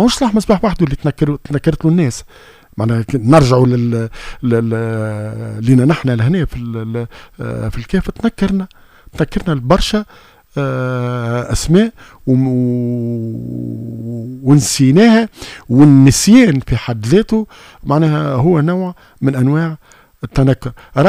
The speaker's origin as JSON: {"language": "Arabic", "country": "Tunisia"}